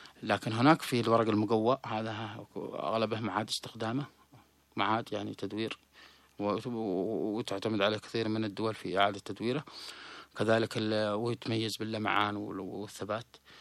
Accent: Yemen; هو أكيد عندنا في اليمن كل شيء كل يروح للحرق

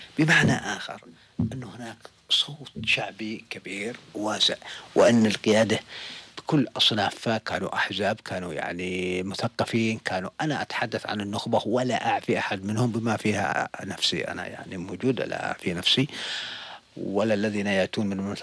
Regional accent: Yemen; نحن وجها لوجه مع إيران كيمنيين

